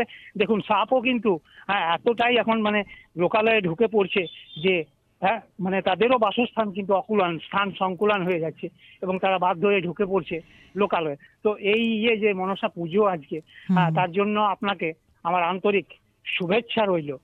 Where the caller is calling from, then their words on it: Dubrajpur, West Bengal, India; আমি বীরভূম জেলার দুবরাজপুর থেকে।